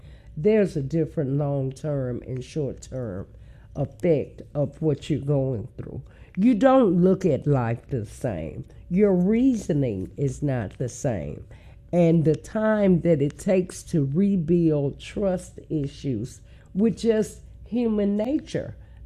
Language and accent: English; Memphis, Tennessee, United States; Now, I grew up in South Memphis.